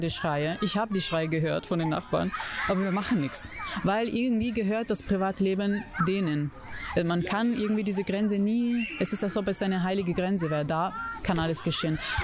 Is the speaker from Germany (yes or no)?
no; Italy; Wir sind alle aus verschiedenen Ländern. Ich bin aus Italien, Sonja ist aus Griechenland und Riona ist aus Korea, Südkorea.